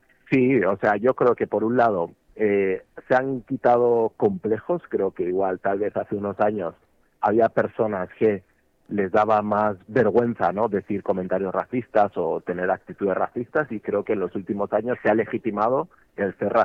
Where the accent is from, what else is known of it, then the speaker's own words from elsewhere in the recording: Aragon, Spain; born there; como yo, que somos aragoneses, que hemos nacido en Aragón, pero que no somos blancos